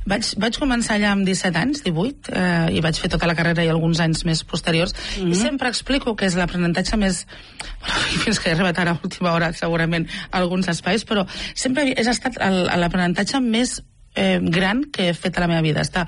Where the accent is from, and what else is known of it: Barcelona, Catalonia, Spain; born or raised there